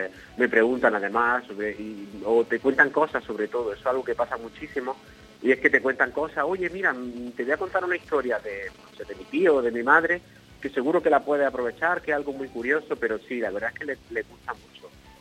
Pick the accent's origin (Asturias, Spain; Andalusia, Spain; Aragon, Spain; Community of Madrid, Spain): Andalusia, Spain; Motril; siempre me gusta mucho estar en Motril, porque es mi ciudad y mi tierra.